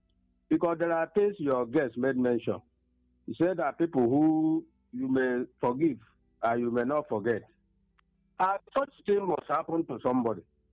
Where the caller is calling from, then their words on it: Enugu, Enugu State, Nigeria; I'm calling from Enugu.